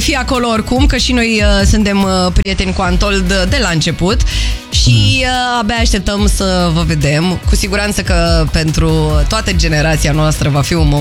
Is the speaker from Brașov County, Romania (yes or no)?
yes; Brașov, Brașov County, Romania; now in Bucharest, Romania; Mai la Brașov, de unde sunt eu, nu aveam așa ceva, nu aveam mall.